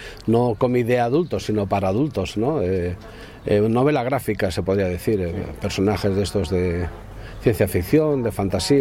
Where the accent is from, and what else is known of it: Valencia, Valencian Community, Spain